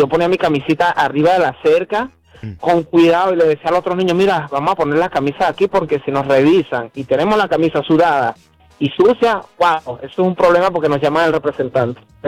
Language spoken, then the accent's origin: Spanish; Venezuela; moved away; yo soy de Venezuela.